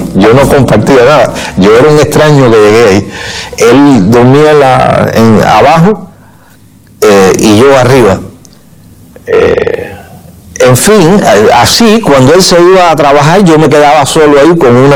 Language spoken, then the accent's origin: Spanish; San Antonio de los Baños, Artemisa, Cuba; de aquí de La Habana, de San Antonio de los Baños, que es mi pueblo